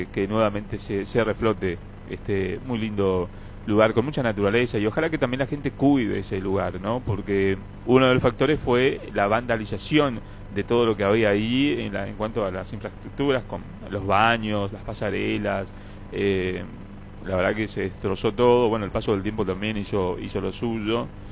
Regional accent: Alvear, Corrientes, Argentina; moved away; Hoy se va a Alvear, a mi pueblo.

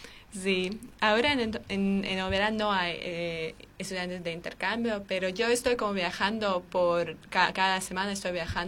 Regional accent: Armenia; Spanish is a second language; moved away as an adult; now in Argentina; yo soy una pasante de IFU Argentina, de Armenia soy, y estoy acá en Argentina hace como un mes, uh-huh. Y me faltan 2 meses más.

